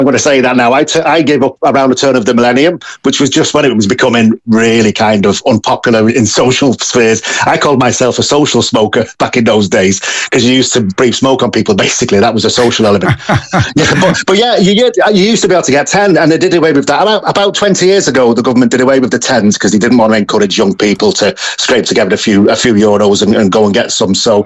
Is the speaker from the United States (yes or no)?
no; England, United Kingdom; moved away; That was the same growing up in England